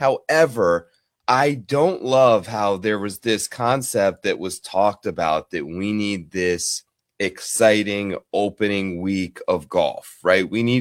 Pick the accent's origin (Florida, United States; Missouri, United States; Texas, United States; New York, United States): Florida, United States; which got me excited for a second for my hometown event, the Cognizant Classic.